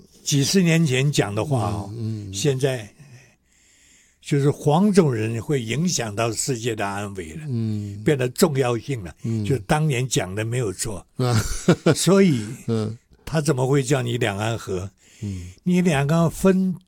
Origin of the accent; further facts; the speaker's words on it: Taiwan; 你看我们台湾人很多对日本人很崇拜。